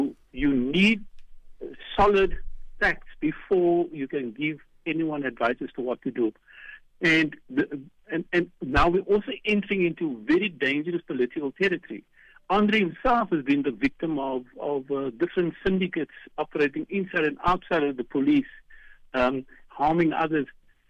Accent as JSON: {"language": "English", "town": "Cape Town", "region": "Western Cape", "country": "South Africa", "tie": "born or raised there", "said": "We grew up together in Kensington, in Cape Town."}